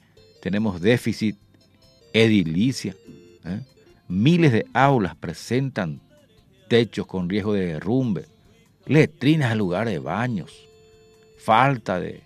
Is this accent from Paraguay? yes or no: yes; Paraguay; somos paraguayos